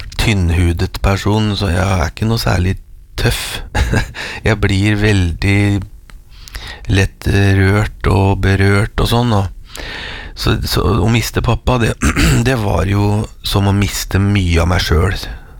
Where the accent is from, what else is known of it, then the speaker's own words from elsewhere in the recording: Røyken, Akershus, Norway; vårt nyervervede piano hjemme i Røyken, Årås i Røyken